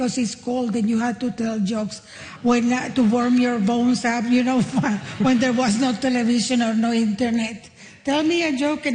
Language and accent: English; Quebec, Canada; English is a second language; now in Toronto, Canada; Like I grew up in Quebec. I started doing comedy in Montreal. Mm-hmm. I was an allophone. Yeah. Yeah, because I wasn't either English nor French.